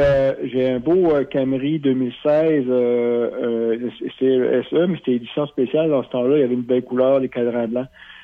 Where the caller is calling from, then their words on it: the Maritimes, Canada; mais moi je viens des Maritimes